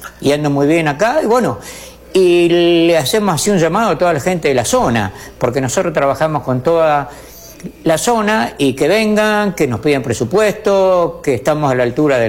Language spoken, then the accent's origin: Spanish; Serrano, Córdoba, Argentina; born there; moved away; la gente de Serrano, que es mi pueblo natal.